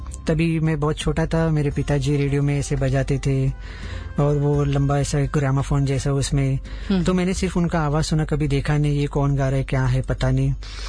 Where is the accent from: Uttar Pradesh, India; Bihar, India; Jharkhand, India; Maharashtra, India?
Maharashtra, India; Mumbai; तो मेरा बचपन सब मुंबई में हुआ, मेरे परिवार